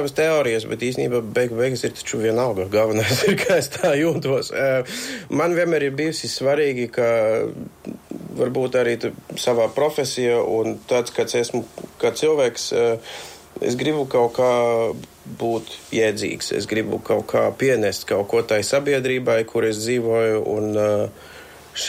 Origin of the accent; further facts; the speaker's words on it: Plovdiv, Plovdiv Province, Bulgaria; esmu dzimis Bulgārija, Plovdiva 92. gadā. Man mamma ir bulgārieti, tēvs man ir no Skotijas, no Lielbritānijas. Bērnību pavadīju diezgan daudz vietas, bet tomēr ilgāku posmu pavadīju Bulgārija.